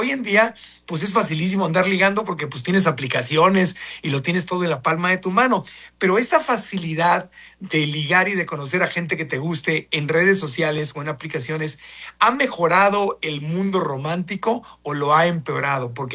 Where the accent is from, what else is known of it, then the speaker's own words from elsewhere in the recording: Mexico; nosotros hemos querido simplemente como mexicanos ayudar y apoyar